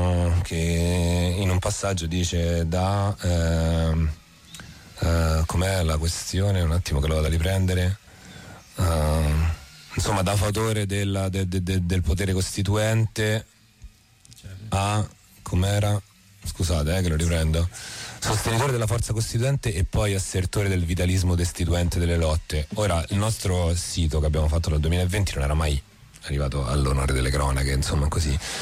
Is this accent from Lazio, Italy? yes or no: yes; Rome, Lazio, Italy; crescendo a Roma insomma negli anni 2000